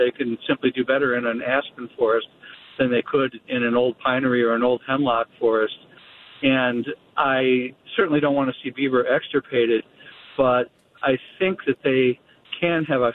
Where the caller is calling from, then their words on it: Rhinelander, Wisconsin, United States; I live in northern Wisconsin